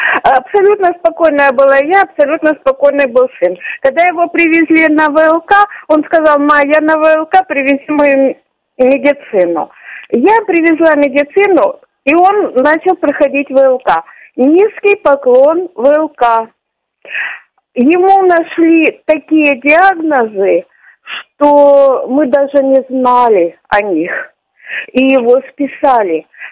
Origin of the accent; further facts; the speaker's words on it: Dnipro, Dnipropetrovsk Oblast, Ukraine; я з Дніпра.